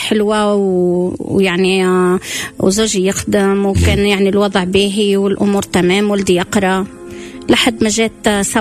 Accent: Tunisia; now in Gaza, Palestine; وأنا يعني تونسية داخلة يعني بينهم فحاجة بالنسبة لي هم يعني حاجة غريبة فهمتها.

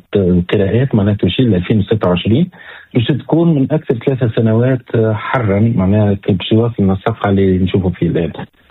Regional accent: Tunis, Tunis Governorate, Tunisia; عندنا في تونس العاصمة

